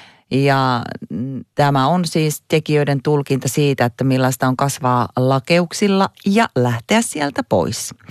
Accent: Lapland, Finland; accent: Lapland dialect; moved away as an adult; now in Helsinki, Finland; Olen asunut, siis kotoisin Lapista, syntynyt Lapissa ja kotoisin sieltä, mutta mä olen asunut täällä pääkaupunkiseudulla, ensi vuonna tulee 30 vuotta. Ja muistan silloin, kun me 97 muutin tänne

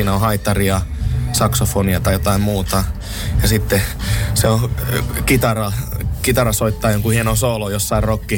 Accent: Kokkola, Central Ostrobothnia, Finland; Mä oon Kokkolasta kotoisin ja Poukihan on aina kuulunut Kokkolaan

